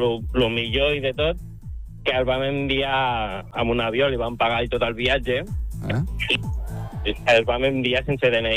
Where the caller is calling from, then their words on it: Tarragona, Catalonia, Spain; Soc de Tarragona.